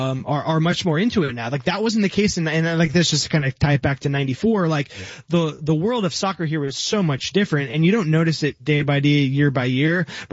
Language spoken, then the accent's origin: English; Bay Area, California, United States; growing up in the Bay Area